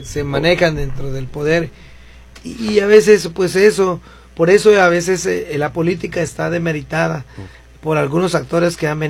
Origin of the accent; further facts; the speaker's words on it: Mexico; como parte, como mexicanos